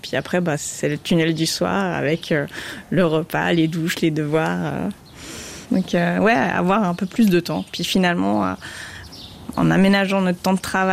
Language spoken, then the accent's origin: French; Jura, Switzerland; also born or lived in Geneva; Ça fait bientôt un an qu'on est là. On est jurassien.